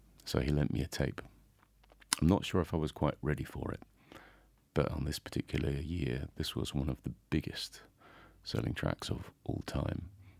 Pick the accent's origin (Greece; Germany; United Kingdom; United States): United Kingdom; England; now in Zell am See, Austria; I'm actually from England. I'm a ski instructor in Zellamzee in Salzburgerland.